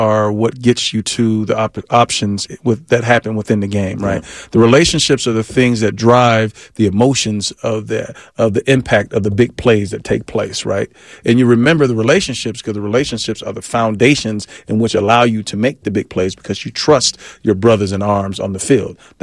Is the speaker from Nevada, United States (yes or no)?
yes; Las Vegas, Nevada, United States; moved away; Like, we grew up together in Las Vegas.